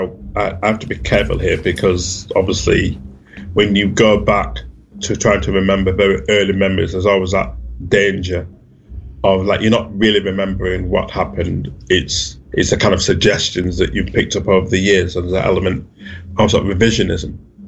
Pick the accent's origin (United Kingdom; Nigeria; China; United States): United Kingdom; Bradford, Yorkshire and the Humber; I was born and brought up in Bradford, West Yorkshire.